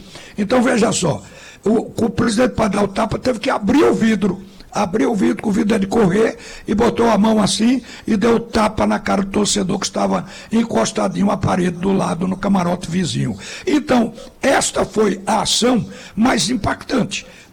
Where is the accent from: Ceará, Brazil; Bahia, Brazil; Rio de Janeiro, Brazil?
Rio de Janeiro, Brazil; Quando eu era menino no Rio, eu vi morrer muita gente por briga de trânsito.